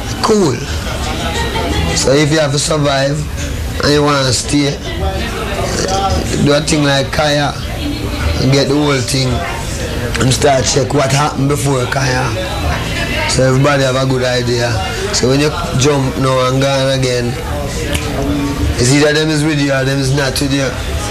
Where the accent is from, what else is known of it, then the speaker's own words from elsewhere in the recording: Jamaica; moved away as an adult; now in Los Angeles, United States; during my time growing up in Jamaica